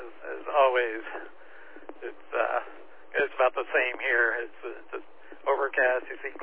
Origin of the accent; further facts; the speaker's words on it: Florida, United States; now in Vista, United States; I grew up in Florida